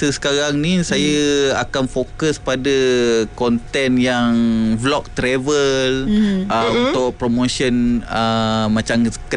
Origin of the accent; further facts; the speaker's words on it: Ayer Molek, Malacca, Malaysia; Saya berasal di Melaka juga. Di Ain Molek, Kelintang.